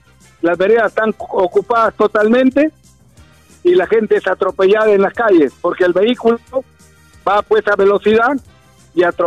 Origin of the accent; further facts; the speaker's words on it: Olmos, Lambayeque, Peru; mi pueblo